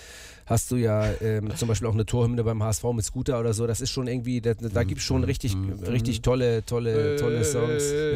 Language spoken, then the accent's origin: German; Hamburg, Germany; Ich bin Hamburger, genau.